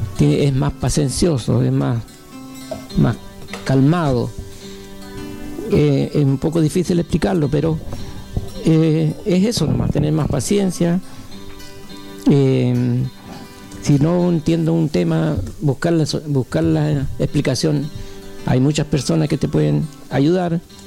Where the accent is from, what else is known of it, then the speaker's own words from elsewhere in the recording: Chile; No solo decir que soy chileno